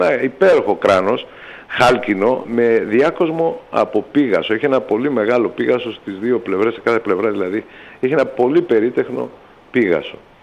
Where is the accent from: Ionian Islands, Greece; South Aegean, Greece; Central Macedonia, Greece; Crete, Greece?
Crete, Greece; Viannos; στην περιοχή Αφρατή, που είναι κοντά στο χωριό μου στη Βιάνο